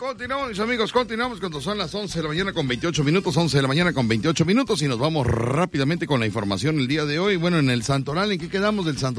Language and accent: Spanish; Veracruz, Mexico; Le digo, no, de Veracruz.